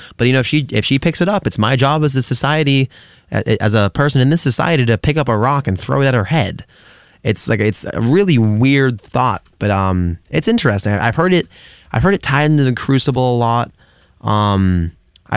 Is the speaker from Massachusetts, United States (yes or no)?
yes; Westport, Massachusetts, United States; I grew up in Westport, Massachusetts, which is the town directly next to Fall River.